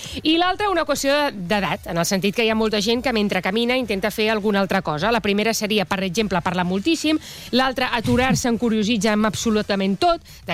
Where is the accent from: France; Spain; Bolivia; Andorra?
Spain; Badalona, Catalonia; No, a més, és que jo que sóc de Badalona